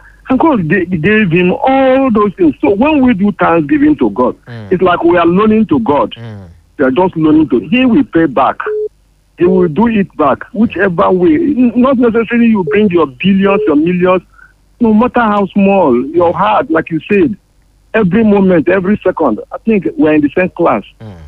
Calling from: Ondo, Nigeria; calling from Eta Ogbolu, Akure North.

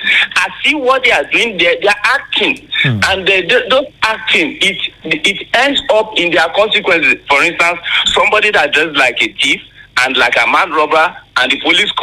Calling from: Akure, Ondo, Nigeria; from Akure.

